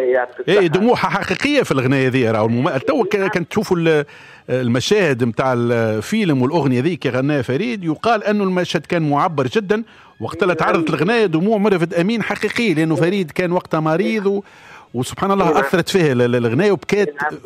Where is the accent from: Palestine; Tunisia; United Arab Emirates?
Tunisia; اي احنا صحيح توانس الكل تجمعنا لهجتنا العاميه واللهجه الدارجه